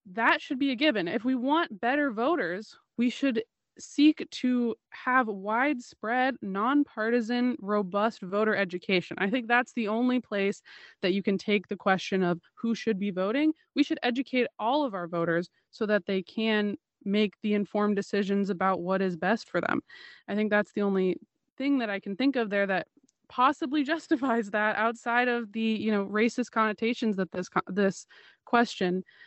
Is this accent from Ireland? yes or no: no; Oregon, United States; someone who moved to my home state, Oregon, from Georgia